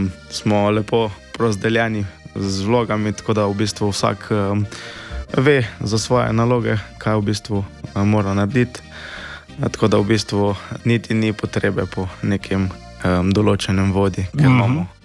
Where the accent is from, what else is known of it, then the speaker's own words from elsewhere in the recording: Dobje pri Planini, Savinja, Slovenia; jaz pa prihajam iz Dobja pri Planini.